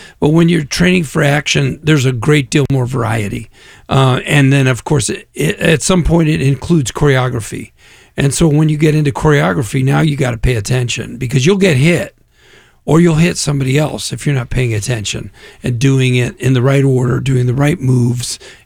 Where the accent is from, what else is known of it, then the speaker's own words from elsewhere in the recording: Naperville, Illinois, United States; Yeah, I'm from Chicago. I'm from Naperville, and Normal is actually a name of a town in Illinois